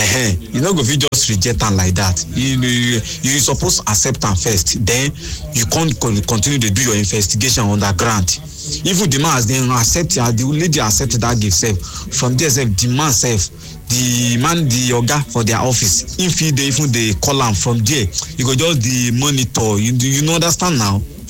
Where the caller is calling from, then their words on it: Port Harcourt, Rivers, Nigeria; I'm calling from Port Harcourt.